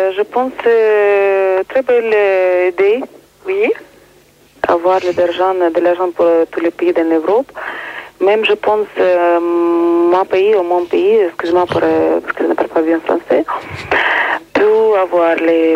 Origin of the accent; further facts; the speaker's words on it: Ukraine; Je suis ukrainienne.